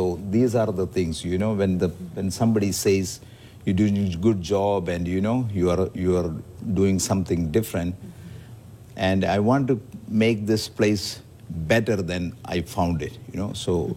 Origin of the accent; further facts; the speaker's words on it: India; now in Ottawa, Canada; I came from India as a middle class person from India. And, you know, growing up in India was very, very hard. And, you know, came to Canada very young.